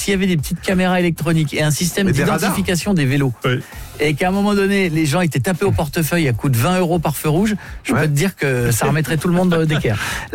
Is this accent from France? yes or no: yes; France; chez nous en France